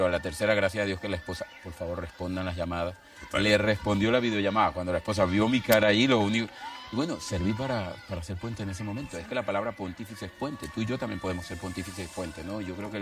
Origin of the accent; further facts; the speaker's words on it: Venezuela; no, soy de Venezuela, vivo aquí en este convento, yo soy frailita.